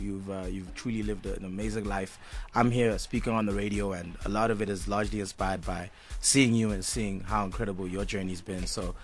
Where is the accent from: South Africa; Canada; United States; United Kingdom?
South Africa; Durban, KwaZulu-Natal; also born or lived in Pietermaritzburg; I'm born in Pietermaritzburg. Mm-hmm. I'm raised in Durban. I grew up as a Durban person.